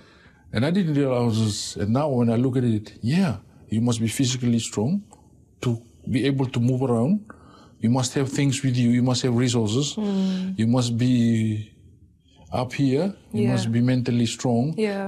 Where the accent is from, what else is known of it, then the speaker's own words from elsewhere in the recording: New Zealand; a lot of growing up in New Zealand, things are so easy.